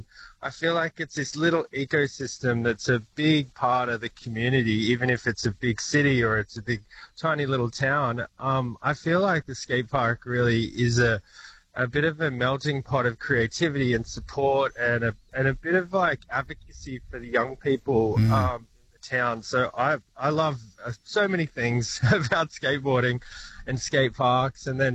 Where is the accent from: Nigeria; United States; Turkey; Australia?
Australia; Leeton, New South Wales; I suppose I grew up in Leeton and we didn't have a skate park.